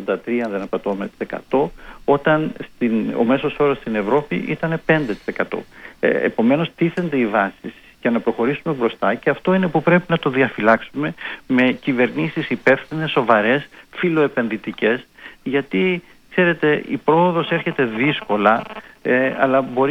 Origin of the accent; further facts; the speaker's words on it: Greece; ως Έλληνας πολίτης τώρα μιλώντας